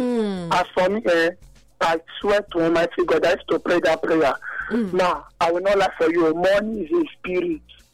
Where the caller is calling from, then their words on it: Benin City, Edo, Nigeria; I'm calling from Benin City.